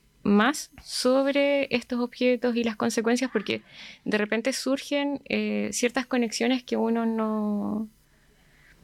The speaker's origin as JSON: {"language": "Spanish", "town": "Osorno", "region": "Los Lagos", "country": "Chile", "tie": "born or raised there", "also_born_or_lived": "Puerto Varas", "moved": "as an adult", "lives_now": "Santiago, Chile", "said": "yo soy de acá, de Osorno. O sea, en realidad nací en Puerto Varas, pero estudié hasta los 18 años acá en Osorno, en el Liceo Carmela Carvajal de Prat."}